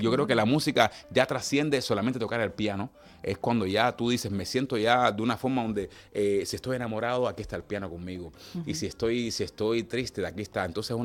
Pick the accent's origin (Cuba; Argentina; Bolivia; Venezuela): Cuba; yo soy un hombre cubano, negro cubano, que tuvo la oportunidad de estudiar la música clásica europea en el conservatorio, para al mismo tiempo criarme con mi madre y mis padres bailando, tocando la rumba cubana, el son cubano.